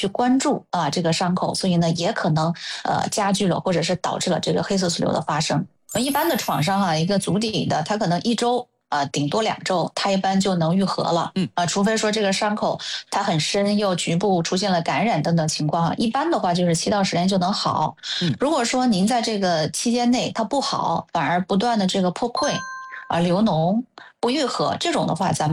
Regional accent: China

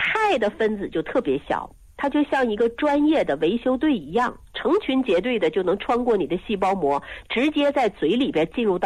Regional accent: Northeast China, China; moved away; 我们老家就长白山脉

